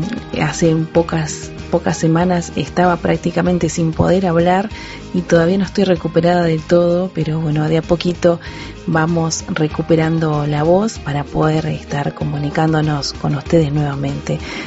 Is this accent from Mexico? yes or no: no; Uruguay; que estaremos de aniversario aquí en Uruguay